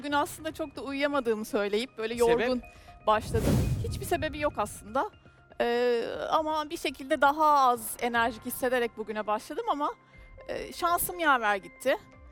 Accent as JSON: {"language": "Turkish", "town": "İzmit", "region": "Kocaeli", "country": "Turkey", "tie": "born or raised there", "moved": "as an adult", "lives_now": "Istanbul, Turkey", "said": "2008 yılına kadar, yani yaklaşık 18 yaşına kadar oradaydım. Üniversiteyi kazanmamla birlikte İstanbul serüvenim başladı. 10 yılı aşkındır da İstanbul'dayım."}